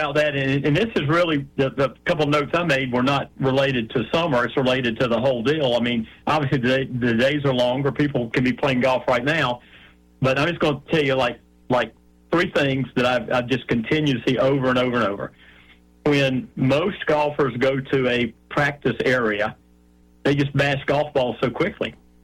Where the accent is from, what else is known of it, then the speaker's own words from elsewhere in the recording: Barnwell, South Carolina, United States; also born or lived in Sweetwater; I grew up down in Sweetwater and Barnwell.